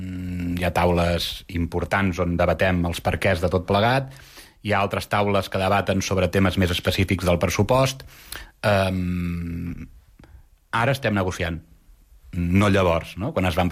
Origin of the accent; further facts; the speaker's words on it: Mollet del Vallès, Catalonia, Spain; jo sóc de Mollet